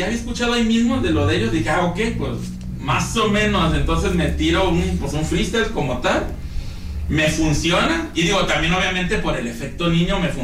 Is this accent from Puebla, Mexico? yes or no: no; Puerto Vallarta, Jalisco, Mexico; Yo crecí en La Aurora.